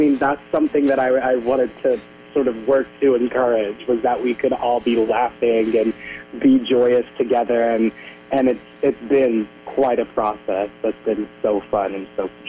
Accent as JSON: {"language": "English", "town": "Asheville", "region": "North Carolina", "country": "United States", "tie": "born or raised there", "said": "I grew up in and around the Asheville area, doing theater in and around Asheville, primarily as an actor."}